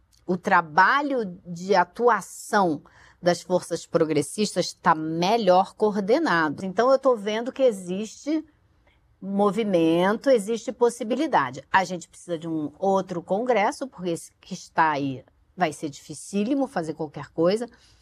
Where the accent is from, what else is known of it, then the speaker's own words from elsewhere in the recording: Rio de Janeiro, Brazil; Eu acho assim que eu sempre me preocupei com isso a vida inteira, crescendo no Rio.